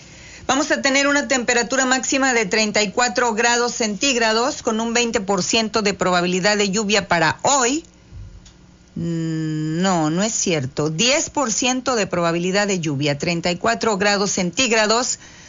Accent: Mexico; así como decimos en México

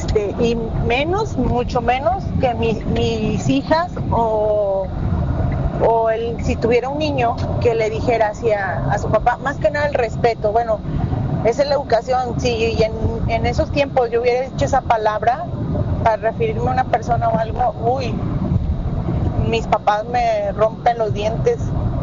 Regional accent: northern Mexico, Mexico; También los del norte hablamos muy fuerte y vas a otro estado y te dicen, ay, estás gritando, o sea, pero pues no es grita, no estás enojado, es que así se habla aquí en el norte.

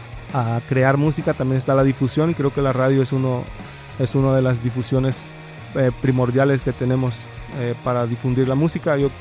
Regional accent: Pinotepa Nacional, Oaxaca, Mexico; yo nací en la costa de Oaxaca, soy oaxaqueño, nací en la costa, soy de Pinotepa Nacional. Muy pequeño estuve rodeado de mucha música, como es la cultura en Oaxaca

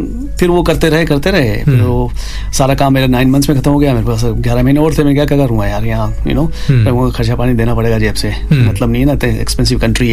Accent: Rajasthan, India; देखो मैं तो राजस्थान से हूँ मारवाड़ी खून है

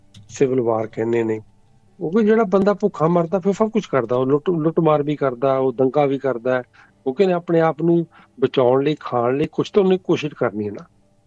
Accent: Amritsar, Punjab, India; moved away as an adult; ਹਾਂਜੀ ਮੈਂ ਵੀ ਉਸੇ ਜੰਮਿਆ ਪੜਿਆ, 22 ਸਾਲ ਤੱਕ ਮੈਂ ਉੱਥੇ ਰਿਹਾ, ਇੱਦਾਂ ਦੀ ਹਨੇਰੀ ਚੱਕੜ ਕਦੀ ਨਹੀਂ ਸੀ ਵੇਖਿਆ।

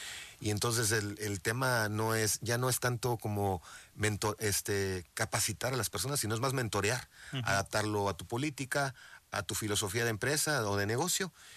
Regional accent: Tamaulipas, Mexico; Yo también soy de Tamaulipas, compadre.

